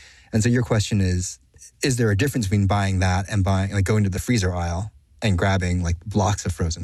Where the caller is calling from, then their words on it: Philadelphia, Pennsylvania, United States; I'm calling from Philadelphia. I love Philly.